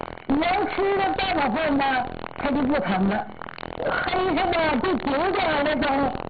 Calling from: Jilin, China; 我是吉林的

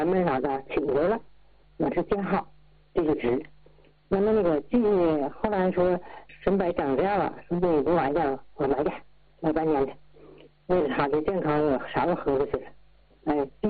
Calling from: Tianjin, China; 我家是天津永和。

